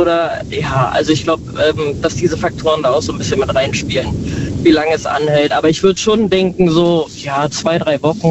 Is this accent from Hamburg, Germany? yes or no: no; Neunkirchen, North Rhine-Westphalia, Germany; Rhein-Sieg-Kreis. Genau, aus Neunkirchen.